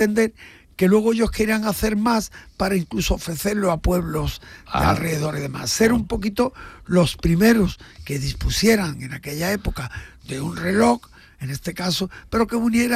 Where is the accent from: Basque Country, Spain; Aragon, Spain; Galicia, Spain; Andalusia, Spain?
Andalusia, Spain; Pilas; born there; el de Pilas, que es mi pueblo